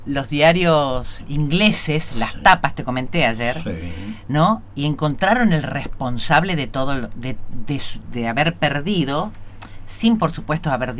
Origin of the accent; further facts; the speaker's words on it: Argentina